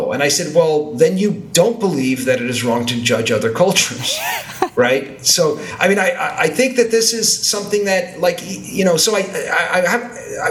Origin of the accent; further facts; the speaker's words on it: United States; as an American who was used to people lining up to communion in an orderly fashion